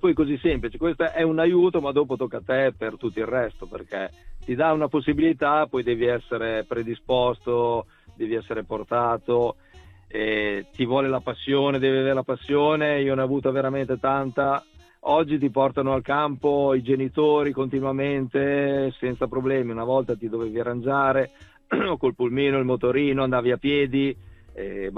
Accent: Emilia-Romagna, Italy; sono un emiliano e gli emiliani vogliono la verità.

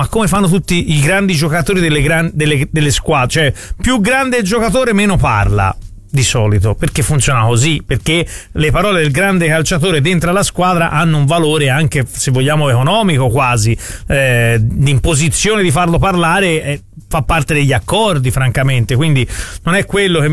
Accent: Florence, Tuscany, Italy; Però perdonami Alessio, tu hai un punto di vista molto fiorentino centrico, e lo dico da fiorentino

